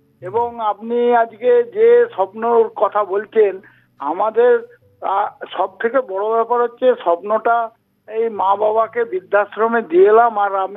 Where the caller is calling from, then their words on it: Budhpur, West Bengal, India; আমি পশ্চিমবঙ্গের পূর্ব বর্ধমান জেলার বুধপুর থেকে